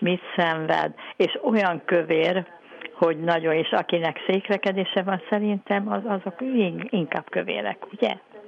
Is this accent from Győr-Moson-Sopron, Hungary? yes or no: no; Budapest, Hungary; born or raised there; now in Zalaegerszeg, Hungary